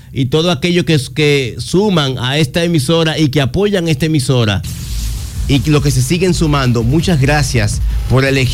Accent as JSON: {"language": "Spanish", "country": "Dominican Republic", "said": "Gracias porque somos dominicanos, gracias porque tememos a Dios"}